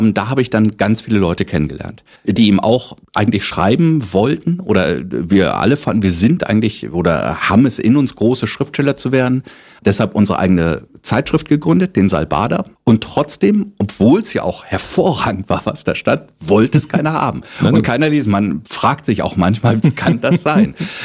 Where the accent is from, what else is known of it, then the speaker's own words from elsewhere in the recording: Lower Saxony, Germany; now in Berlin, Germany; ich als Niedersachse, der ja eigentlich ein fast perfektes Hochdeutsch spricht